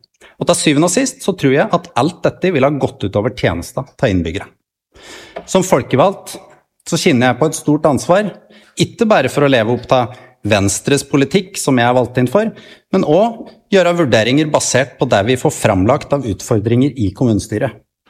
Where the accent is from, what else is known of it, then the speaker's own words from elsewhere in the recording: Kolbu, Innlandet, Norway; now in Lena, Norway; Jeg kommer fra Kolbu. Og selv om Kolbu ble nedlagt som kommune i 64, så kaller jeg meg fortsatt Kolbing.